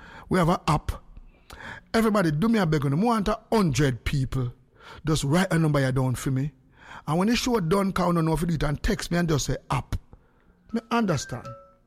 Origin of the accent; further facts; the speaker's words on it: Jamaica; now in Palm Beach, United States; I come from Jamaica to be...